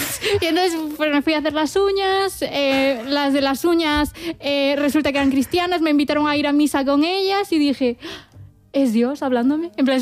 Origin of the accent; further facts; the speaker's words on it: Santiago de Compostela, Galicia, Spain; yo soy cristiana un poco por imposición contextual, que soy de Santiago de Compostela.